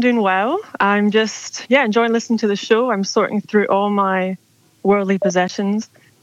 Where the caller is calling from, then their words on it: Edinburgh, Scotland, United Kingdom; I'm calling from Edinburgh.